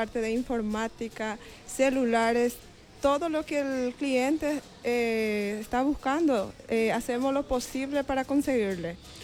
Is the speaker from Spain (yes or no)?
no; Paraguay